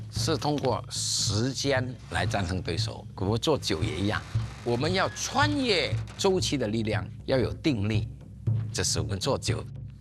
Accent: Foshan, Guangdong, China; 因为其实作为一个佛山人，要把我们佛山这种文化、这种地域文化不断地发扬光大。

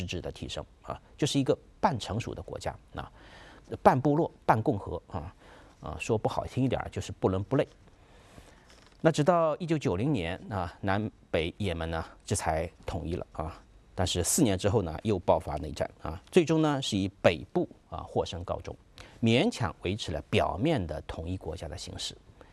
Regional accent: China; 我们中国人

